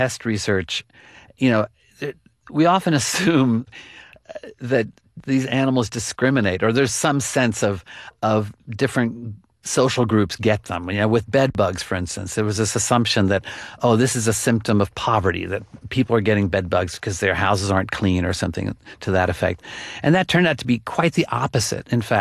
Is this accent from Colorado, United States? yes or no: no; Oklahoma, United States; when I was growing up, I grew up in Oklahoma